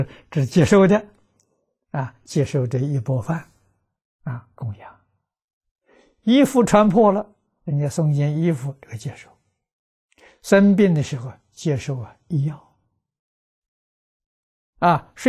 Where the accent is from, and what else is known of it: China